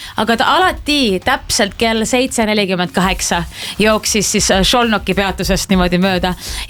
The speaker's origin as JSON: {"language": "Estonian", "town": "Tallinn", "region": "Harju County", "country": "Estonia", "tie": "born or raised there", "said": "kui ma olen Mustamäel, mina kasvasin üles Mustamäel"}